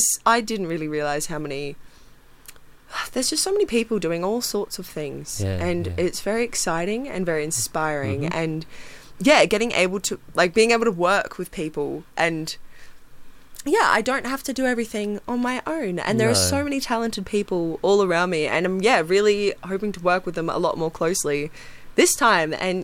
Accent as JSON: {"language": "English", "town": "Cooktown", "region": "Queensland", "country": "Australia", "tie": "born or raised there", "moved": "as an adult", "lives_now": "Brisbane, Australia", "said": "stopped in Cooktown, my hometown"}